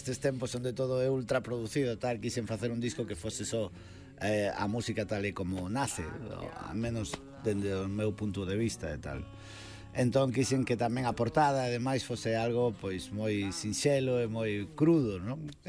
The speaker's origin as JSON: {"language": "Galician", "town": "A Coruña", "region": "Galicia", "country": "Spain", "lives_now": "Coiro, Spain", "said": "Eu son coruñés cubano, sí, sí. Miña mai é coruñesa e meu pai é cubano, sí, señor."}